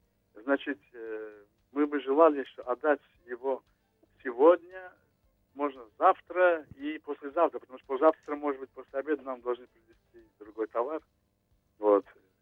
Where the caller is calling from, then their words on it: Ramla, Central District, Israel; я из Рамли.